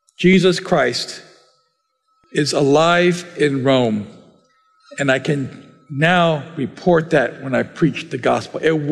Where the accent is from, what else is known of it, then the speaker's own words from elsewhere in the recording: South Korea; I mean, I'm speaking as a Korean, sorry. As an American, well, I don't need to tell of the evils of the world